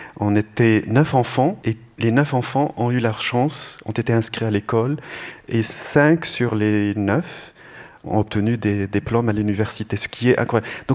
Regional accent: Salé, Rabat-Salé-Kénitra, Morocco; À l'hôpital d'Avicenne à Rabat.

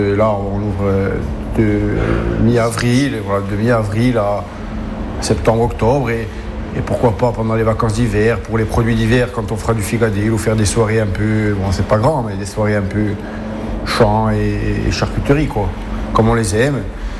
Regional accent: Moltifao, Corsica, France; Donc moi, je suis originaire de Multifao.

